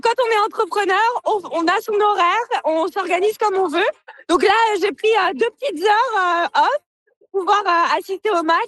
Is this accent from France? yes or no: yes; France; Et quand c'est les Bleus, on est Français et on est à fond.